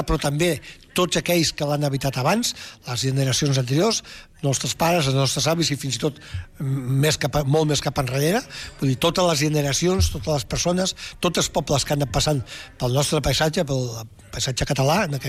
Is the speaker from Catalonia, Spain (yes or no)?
yes; Catalonia, Spain; Però jo que soc de l'Empordà, que soc de la Costa Brava